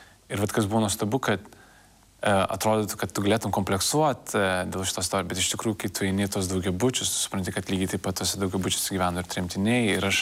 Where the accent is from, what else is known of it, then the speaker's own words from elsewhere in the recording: Vilnius, Vilnius County, Lithuania; born there; also born or lived in United States; aš gimiau Lietuvoje, kad aš gimiau Pašilaičių rajone.